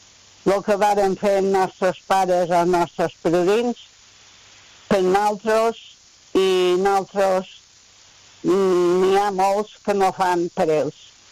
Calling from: Palma, Balearic Islands, Spain; de Sant Oliva.

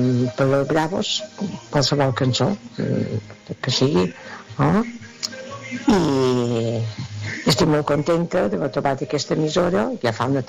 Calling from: Esporles, Balearic Islands, Spain; d'Espoles

